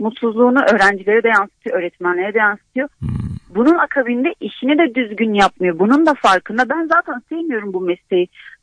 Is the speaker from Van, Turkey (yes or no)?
yes; Van, Turkey; Aslında Vanlıyım aslında.